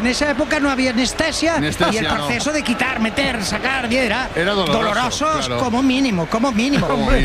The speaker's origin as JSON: {"language": "Spanish", "town": "Vigo", "region": "Galicia", "country": "Spain", "said": "yo soy de Celta, Vigo, lo sabéis."}